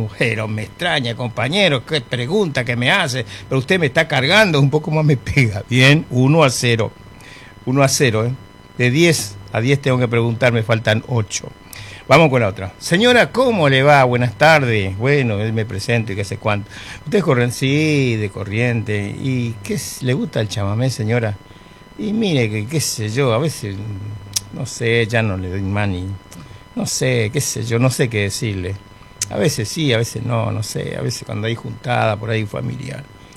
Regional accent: Ushuaia, Tierra del Fuego, Argentina; yo soy de Ushuaia

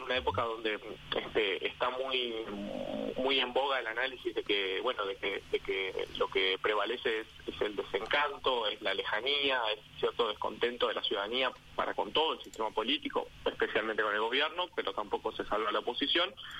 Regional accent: Uruguay; la Constitución de nuestro país

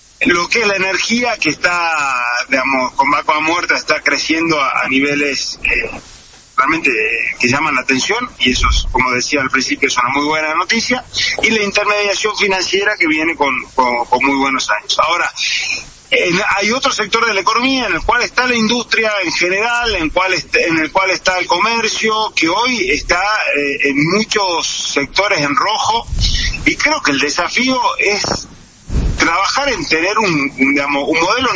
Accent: Norte Grande, Argentina; como puede ser la nuestra, acá el Norte Grande

